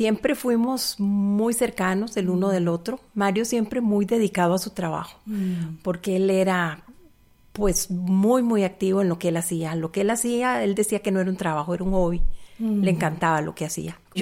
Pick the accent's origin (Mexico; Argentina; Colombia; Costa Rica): Costa Rica; moved away as an adult; also born or lived in Panama; Bueno, nuestra vida comenzó en otro país. Tuvimos que salir de Costa Rica para irnos a Panamá porque a él lo nombraron en Panamá como en una posición mejor de la que tenía en Costa Rica. Y vivimos allá 7 años.